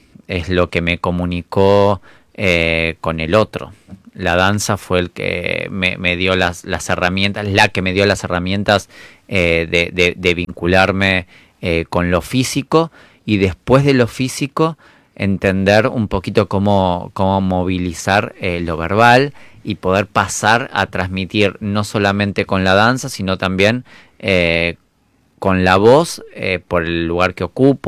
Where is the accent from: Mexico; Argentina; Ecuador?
Argentina